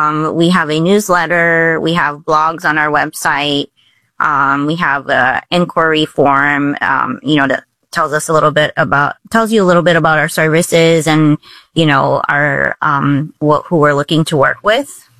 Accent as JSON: {"language": "English", "town": "Windsor", "region": "Ontario", "country": "Canada", "also_born_or_lived": "Dallas, United States / New York City, United States", "moved": "yes", "lives_now": "Detroit, United States", "said": "But before that, I lived in New York City for six years, worked for a couple small firms there. And I'm actually from Windsor, Ontario, across the border."}